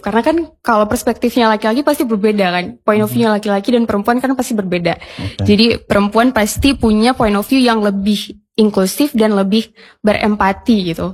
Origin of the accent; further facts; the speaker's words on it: Aceh, Indonesia; Iya, sebagai warga Aceh, Bang. Yeah. Kita kan punya sejarah bahwa Aceh pernah mengalami konflik.